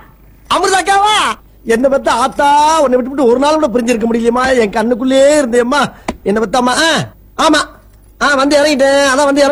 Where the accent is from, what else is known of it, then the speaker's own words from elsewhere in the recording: Kanadukathan, Tamil Nadu, India; காரக்குடி பக்கத்துல காணாடு காத்தா.